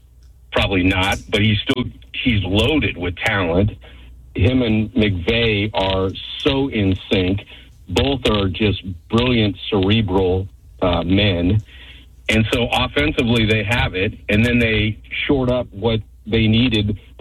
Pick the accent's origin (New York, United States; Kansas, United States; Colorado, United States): Colorado, United States; Denver; moved away; I've been out here 27 years. I'm not from here. I'm from Denver.